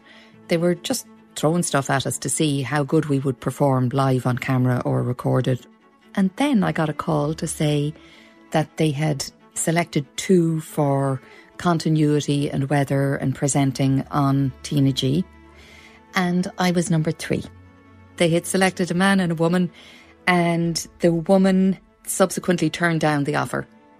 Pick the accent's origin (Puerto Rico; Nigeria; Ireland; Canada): Ireland; Dublin, Leinster; I was coming from Dublin with learned Irish. I was not a native speaker.